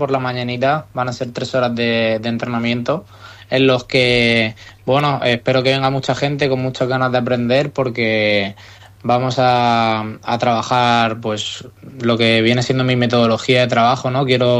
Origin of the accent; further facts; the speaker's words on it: Alicante, Valencian Community, Spain; ahora mismo tengo 33 años, soy nacido en Alicante ya te digo, esta tierra es mi casa